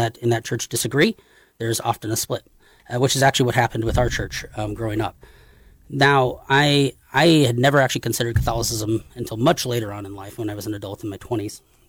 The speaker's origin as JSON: {"language": "English", "town": "Norfolk", "region": "Nebraska", "country": "United States", "tie": "born or raised there", "lives_now": "Omaha, United States", "said": "I'm a lifelong Nebraskan. I was born in Norfolk, Nebraska"}